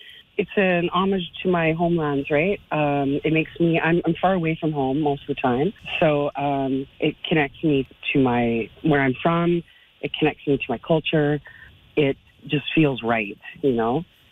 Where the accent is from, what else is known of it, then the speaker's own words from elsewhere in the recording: Yellowknife, Northwest Territories, Canada; Like, I was born and raised in Yellowknife. My family's from Inuvik, like my father's side.